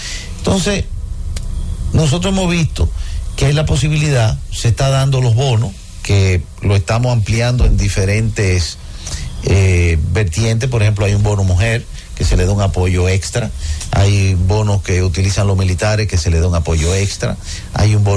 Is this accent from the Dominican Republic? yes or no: yes; Moca, Espaillat, Dominican Republic; Yo a mucho orgullo digo que yo soy de Moca, y camino mucho el país